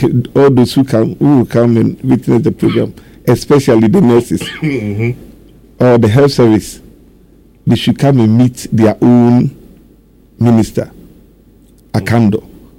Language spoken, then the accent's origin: English; Ejisu, Ashanti, Ghana; We are all from Ejoso.